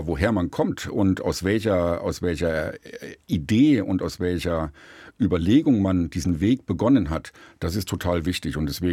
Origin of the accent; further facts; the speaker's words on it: Thuringia, Germany; ich komme ja aus Thüringen